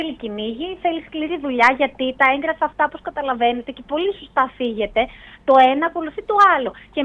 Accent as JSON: {"language": "Greek", "area": "Kefalonia", "region": "Ionian Islands", "country": "Greece", "said": "στο χωριό μου στην Κεφαλονιά"}